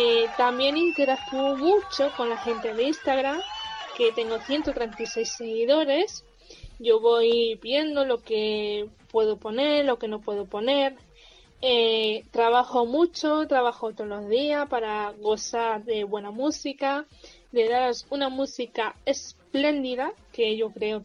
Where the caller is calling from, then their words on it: Almería, Andalusia, Spain; tengo 23 años de edad, soy cantante de Almería